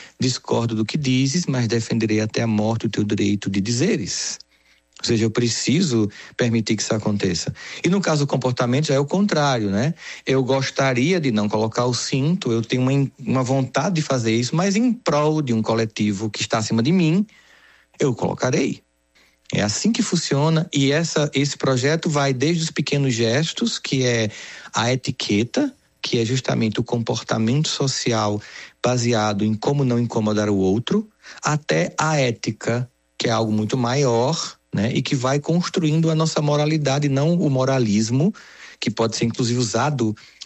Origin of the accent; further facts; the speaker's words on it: Brazil; Nossa, enquanto brasileiro, para você que recentemente foi atropelada nas ruas de São Paulo, sabe do que eu tô falando?